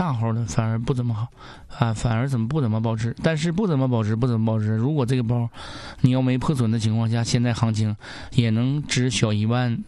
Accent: Northeast China, China; accent: Northeastern (Dongbei); 用咱们东北话

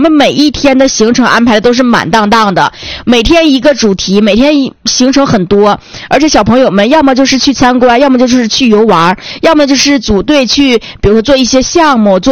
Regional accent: Northeast China, China; accent: Northeastern (Dongbei) dialect; 我们东北话就从来没有撒过手

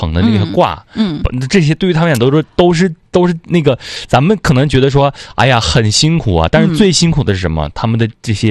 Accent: Jilin, China; 咱们其实作为东北人也好，作为吉林人也好

